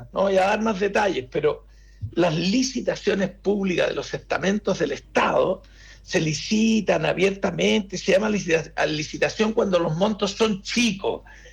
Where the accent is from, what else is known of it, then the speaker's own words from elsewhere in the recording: Chile; acá tenemos esa idea de que somos los ingleses de Latinoamérica y que no robamos tanto, pero eso era yo cuando yo era chico, digamos, y yo trabajé en Argentina